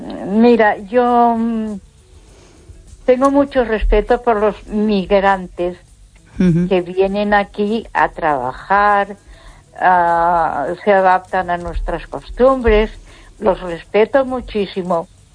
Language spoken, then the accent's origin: Spanish; Ponferrada, Castile and León, Spain